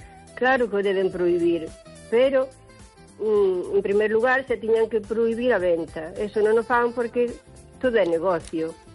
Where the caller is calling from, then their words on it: O Carballiño, Galicia, Spain; de Carballiño.